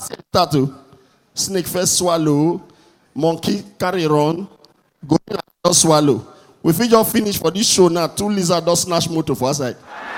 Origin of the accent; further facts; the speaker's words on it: Nigeria